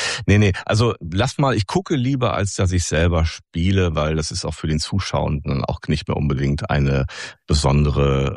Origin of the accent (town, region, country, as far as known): North Rhine-Westphalia, Germany